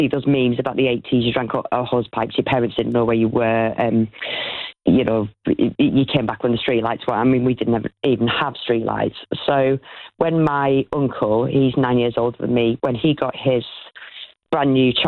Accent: North West England, United Kingdom; Which brings us on to growing up in Cumbria in the pubs. So yeah. Our tiny, tiny village pub is about the size

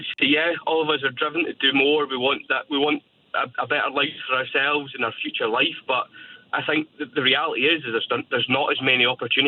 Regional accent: St Andrews, Scotland, United Kingdom; I grew up in St Andrews, which is obviously a university town. There's a lot of money in there.

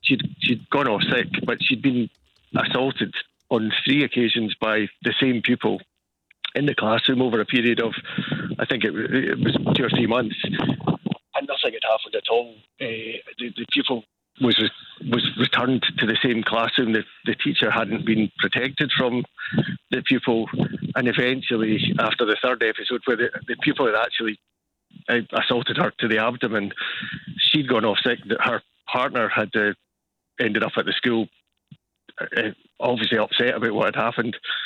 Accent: Dumfries, Scotland, United Kingdom; I'm actually from Dumfries originally

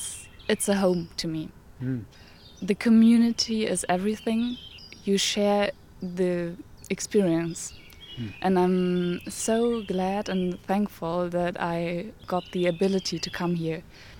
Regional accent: Dresden, Saxony, Germany; English is a second language; moved away as an adult; I'm 19 years old and I am from Germany, from Dresden.

